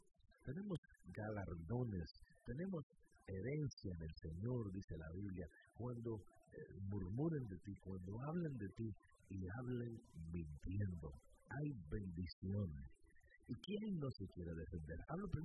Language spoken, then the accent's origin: Spanish; Guatemala; moved away; en mi país la cerca o el tapial, le decimos nosotros en Guatemala